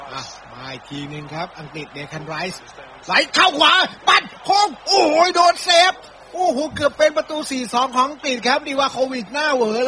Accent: Bangkok, Thailand; born there

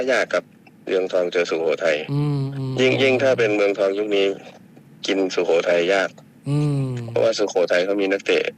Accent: Isan, Thailand; เพราะผมนี่เป็นคนอีสาน

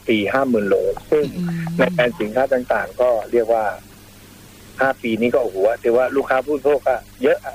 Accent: Suphan Buri, Thailand; พี่เป็นคนสุพรรณนะบ้านเดิม

